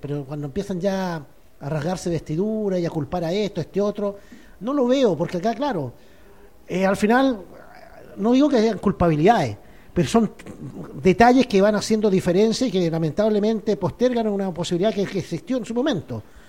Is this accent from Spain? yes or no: no; Valparaíso, Chile; Nosotros somos porteños, tú, Ricardo, y también playanchino